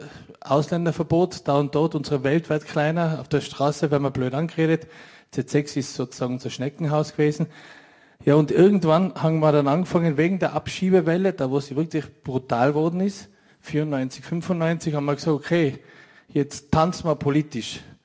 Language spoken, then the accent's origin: German; Innsbruck, Tyrol, Austria; Vor allem haben wir Innsbruck verteidigt, weil wir sind ja Innsbrucker Kids gewesen gegen Kufstein, gegen Hall, aber auch gleichzeitig gegen Vorarlberg und Salzburg.